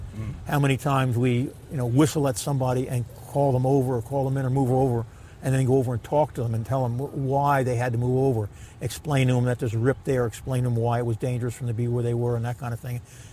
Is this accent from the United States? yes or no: yes; New Jersey, United States; I grew up on the Jersey Shore. I grew up right across the street from Shark River down the road, and I grew up on the beaches in Avon further down.